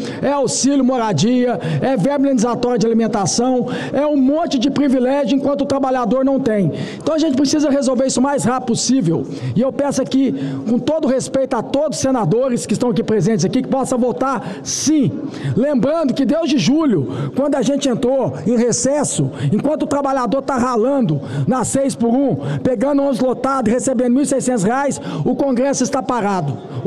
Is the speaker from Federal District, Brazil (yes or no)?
no; Minas Gerais, Brazil; está aqui o Reginaldo Lopes, conhecido como Mancha, lá do meu estado de Minas Gerais.